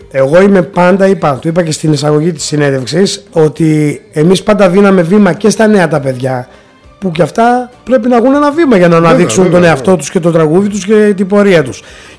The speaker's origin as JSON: {"language": "Greek", "country": "Greece", "lives_now": "Thessaloniki, Greece", "said": "είμαστε Έλληνες ρε παιδιά πάνω απ' όλα"}